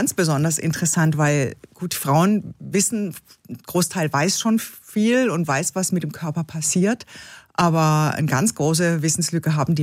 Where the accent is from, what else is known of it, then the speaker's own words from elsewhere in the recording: Baden-Württemberg, Germany; accent: Baden dialect; Ich bin geborene Badnerin